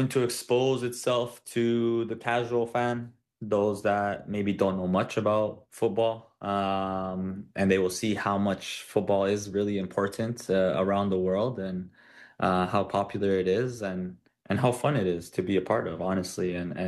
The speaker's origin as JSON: {"language": "English", "town": "Toronto", "region": "Ontario", "country": "Canada", "tie": "born or raised there", "said": "to be able to say that playing for my city, my hometown city, is it's something, not many footballers get to say"}